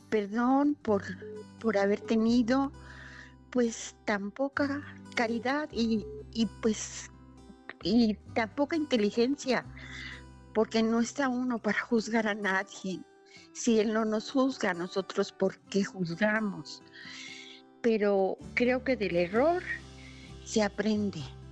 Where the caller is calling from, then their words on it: Zapopan, Jalisco, Mexico; Me comunico de aquí de Zapopan.